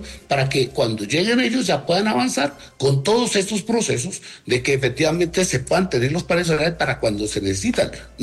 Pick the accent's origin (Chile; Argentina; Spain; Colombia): Colombia; como colombianos hacemos una veeduría que esa ejecución se haga y se haga correctamente